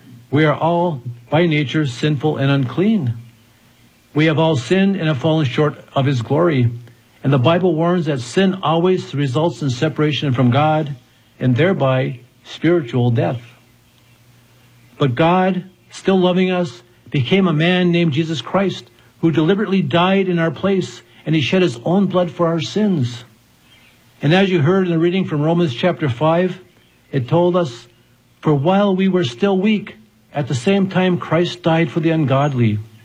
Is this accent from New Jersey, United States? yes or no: no; Michigan, United States; I grew up in Upper Michigan near Lake Superior. Typical snowfall for the area I lived in was around 200 inches a year.